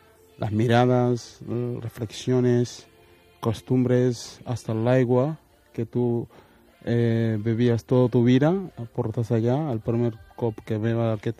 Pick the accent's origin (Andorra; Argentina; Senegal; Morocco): Senegal; Dakar; Catalan is a second language; moved away as an adult; now in Sant Boi de Llobregat, Spain; Amb 20, 21, i porto la meva meitat de la meva vida a Senegal i l'altra meitat aquí a Catalunya